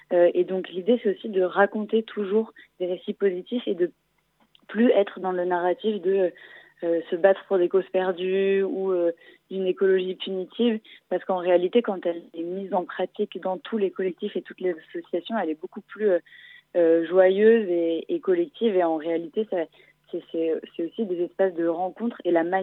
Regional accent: Laval, Pays de la Loire, France; je viens de Laval

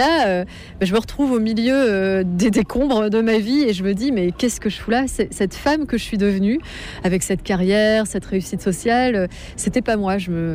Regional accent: Hauts-de-France, France; born there; Il l'a ramenée en France. Je suis née en Picardie. C'est très exotique.

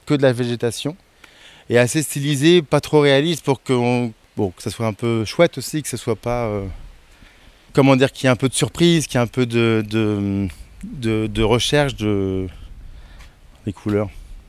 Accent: Paris, Île-de-France, France; Et moi je venais de Paris, donc il y avait beaucoup à Paris, c'était facile.

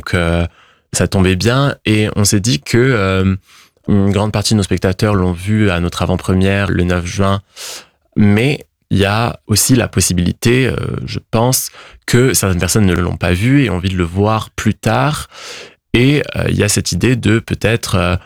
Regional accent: Morocco; Je viens de ce même milieu-là, j'ai grandi au Maroc

